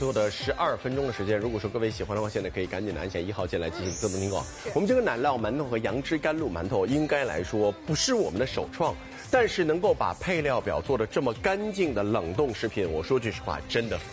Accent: Shanghai, China; 我们上海人的四大金刚，像什么油条、豆浆，然后有制着自饭糕啊，然后小龙生煎馒头啊。

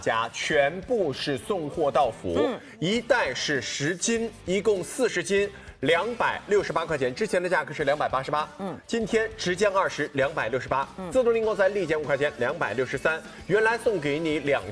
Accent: Shanghai, China; 咱们上海人就吃上海本地的大米

